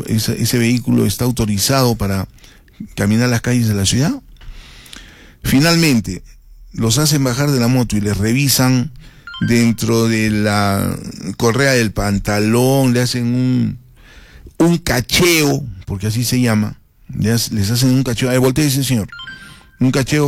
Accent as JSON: {"language": "Spanish", "region": "Arequipa", "country": "Peru", "said": "esto lo digo como ciudadano arequipeño"}